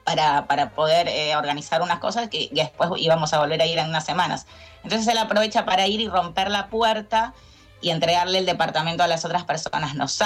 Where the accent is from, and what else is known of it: Argentina